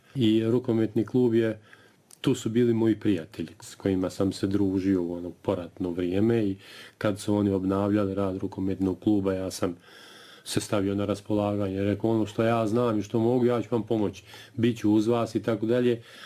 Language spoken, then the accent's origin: Serbian; Derventa, Republika Srpska, Bosnia & Herzegovina; born there